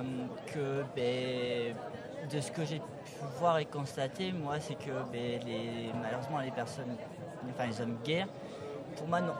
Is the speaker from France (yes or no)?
yes; Occitanie, France; moved away; Alors, moi, à l'origine, je suis pas du tout de l'Aveyron, je suis de Lozère.